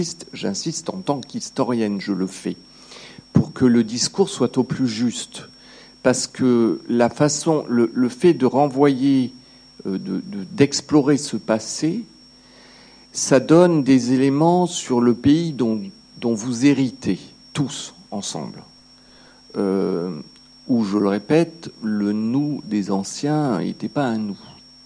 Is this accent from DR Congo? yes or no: no; France; Je suis un nous éloigné parce que je suis française de nationalité, donc évidemment le pays là, il y a un nous éloigné